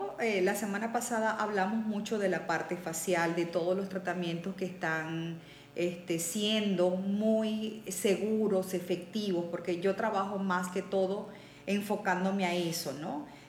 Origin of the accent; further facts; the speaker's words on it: Venezuela; moved away; gracias a todas las personas que saben que soy de origen venezolana